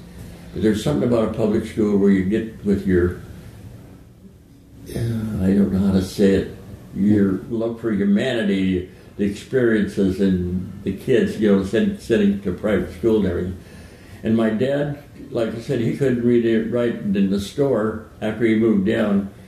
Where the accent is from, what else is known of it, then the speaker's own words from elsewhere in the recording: Escondido, California, United States; also born or lived in Los Angeles / Mexico; I was born in Los Angeles. We moved, well, then we went to Mexico. We ended up in Escondido. I was 5 years old when we settled in Escondido.